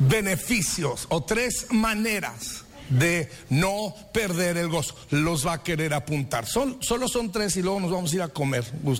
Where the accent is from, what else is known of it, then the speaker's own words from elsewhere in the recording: Mexico; now in Anaheim, United States; los que somos mexicanos aquí